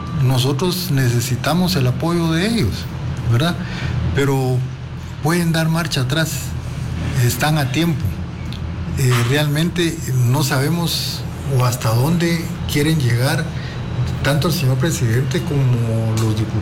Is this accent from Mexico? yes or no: no; Guatemala